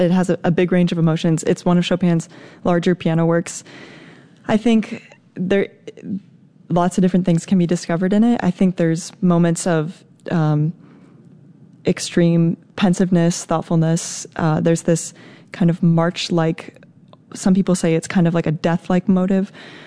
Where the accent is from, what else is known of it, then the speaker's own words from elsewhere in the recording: New York, United States; now in Michigan, United States; I'm from New York